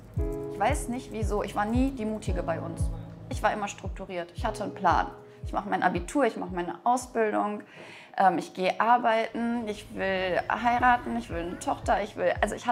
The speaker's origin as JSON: {"language": "German", "region": "Warmian-Masurian Voivodeship", "country": "Poland", "moved": "yes", "lives_now": "Verl, Germany", "said": "Wir kommen ursprünglich aus Polen, von den Masuren."}